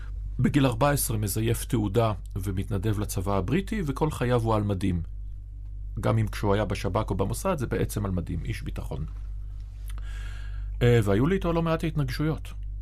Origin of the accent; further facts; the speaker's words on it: Haifa, Haifa District, Israel; ואני גדלתי בחיפה, שזה אומנם הכרמל, אבל זו מדינה שונה מאוד מזו של היום.